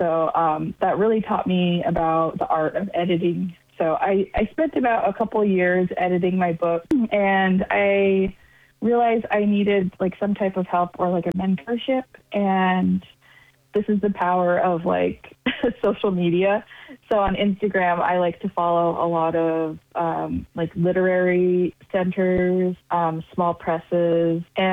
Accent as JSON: {"language": "English", "town": "Flagstaff", "region": "Arizona", "country": "United States", "tie": "born or raised there", "said": "I grew up in Flagstaff, so it was very much like kind of like an artistic community."}